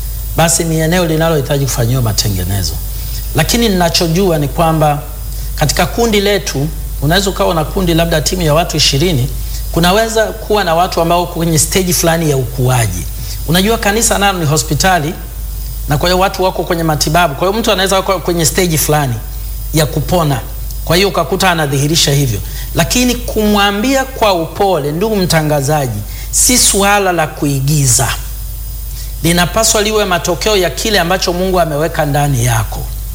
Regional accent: Tanzania; now in Botswana; Najua nilikuwa nimetoka Tanzania, kwa hiyo ni mgeni kutoka mbali, na briefcase yangu nimevaa suti.

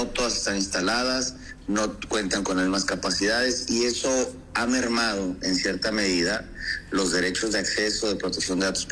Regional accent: Mexico; como mexicanas y mexicanos

